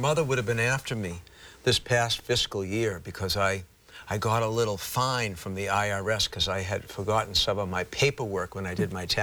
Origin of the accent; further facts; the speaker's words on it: Boston, Massachusetts, United States; we both were born in Brighton.